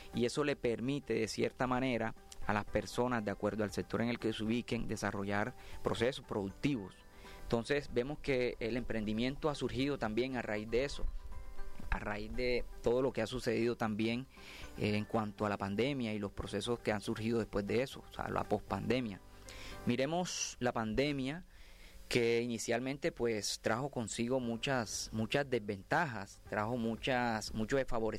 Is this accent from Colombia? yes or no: yes; Colombia; Y más que tenemos muchos recursos para explotar aquí en Colombia. Entonces, nosotros somos un país que contamos con muchísimos recursos